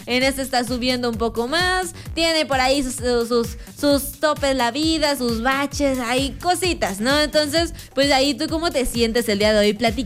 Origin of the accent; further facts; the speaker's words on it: Mexico; cómo nos sentimos como mexicanos